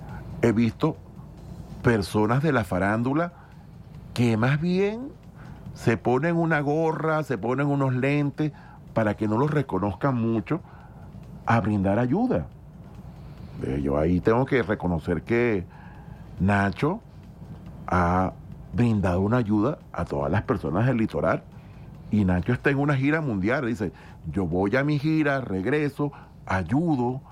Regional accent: Venezuela; yo tengo que responderle a un país como venezolano.

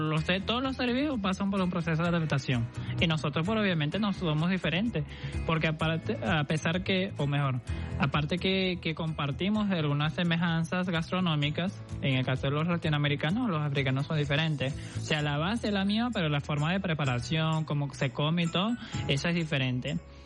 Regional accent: Brazil; Spanish is a second language; now in Venezuela; No soy venezolano. ¿De dónde eres? Soy de Brasil.

